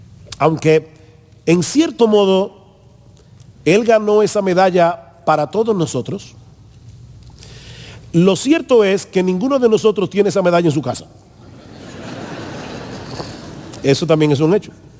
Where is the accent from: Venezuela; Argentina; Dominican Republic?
Dominican Republic; soy dominicano